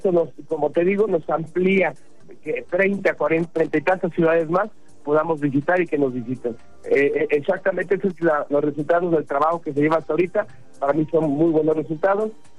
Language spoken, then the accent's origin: Spanish; Aguascalientes, Mexico